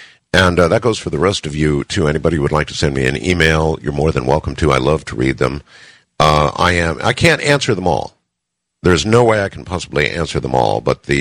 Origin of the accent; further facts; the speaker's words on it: United States; now in Philippines; as an American, you certainly notice it. Here in the Philippines